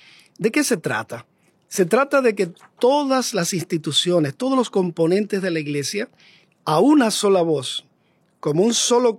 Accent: Dominican Republic; born there; aun cuando nací en República Dominicana y me llamo a mí mismo dominriqueño

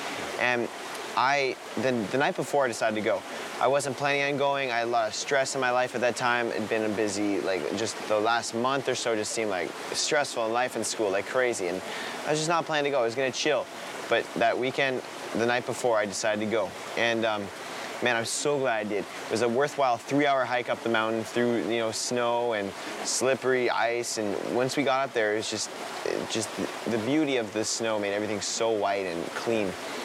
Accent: Prince Edward Island, Canada; I grew up in Eastern Canada, you know, rambling around the woods and forests of Prince Edward Island

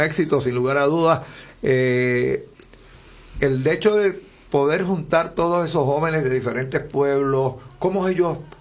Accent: Puerto Rico; somos puertorriqueños

